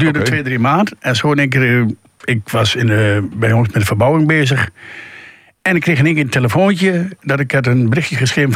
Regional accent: Drenthe, Netherlands; Maar ik ken je geen Drents. Ik ben wel een Drent

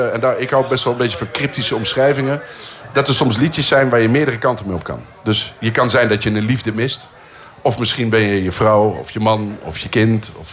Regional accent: Kampen, Overijssel, Netherlands; Ik kom uit Kampen. Het mooie muziekstad Kampen.

